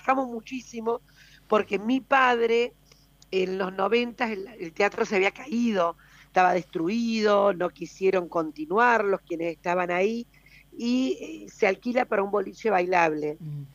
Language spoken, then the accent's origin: Spanish; Piedmont, Italy; now in Argentina; Vinimos de Piemonte, somos de Piemonte, somos piemonteses de provincia de Cuneo.